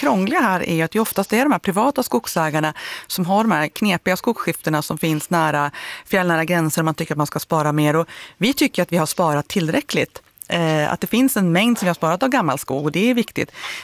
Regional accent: Jämtland County, Sweden; Jag ska ta med dig upp till mina hemtrakter uppe i Jämtlandsskogarna.

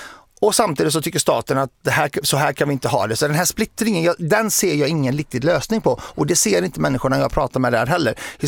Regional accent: Zahle, Beqaa, Lebanon; att vissa av de barnen har fått lämna Beirut och flytta hem liksom upp till Zahle där vi kommer ifrån

